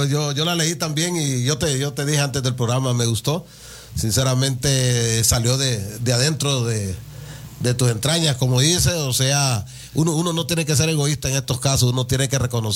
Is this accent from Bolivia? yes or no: no; Brazil; No, yo soy de Brasil, aunque no anda muy bien, soy brasileño.